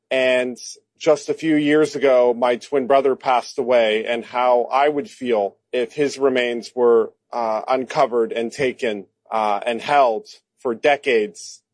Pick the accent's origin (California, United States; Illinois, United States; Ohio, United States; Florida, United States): California, United States; Silicon Valley; I come from Silicon Valley and originally part of the Muwekma Ohlone.